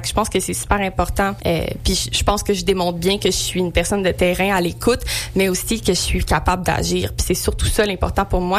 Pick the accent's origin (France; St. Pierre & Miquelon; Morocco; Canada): Canada; Quebec; Là, moi, j'ai grandi en Montérégie, mais j'ai transféré en Estrie.